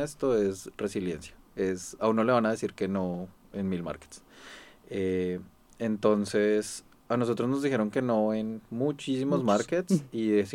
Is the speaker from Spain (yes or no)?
no; Colombia; now in Australia